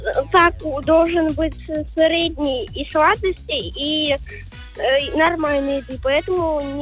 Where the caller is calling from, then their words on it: Moscow, Russia; из Москвы.